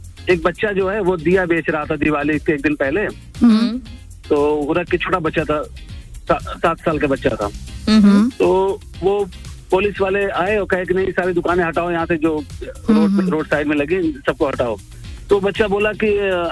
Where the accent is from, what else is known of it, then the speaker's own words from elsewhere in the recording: Azamgarh, Uttar Pradesh, India; हम लोग आजमगढ़ से हैं तो वो बड़ी पोएट्री प्लेस है, सारे लोग वहाँ के बड़े बड़े शायर जैसे कैफी साहब आए और सकीन साहब हैं